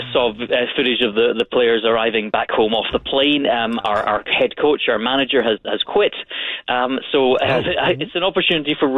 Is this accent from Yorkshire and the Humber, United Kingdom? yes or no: no; Scotland, United Kingdom; being Scottish, we're not used to success.